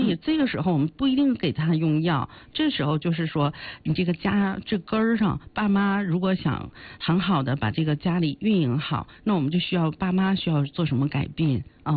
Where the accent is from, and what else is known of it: China